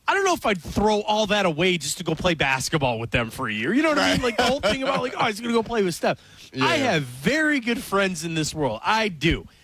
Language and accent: English; Akron, Ohio, United States; Because I'm not from Cleo. I'm from Akron. That's different, you know, and I'm not, you know, from there.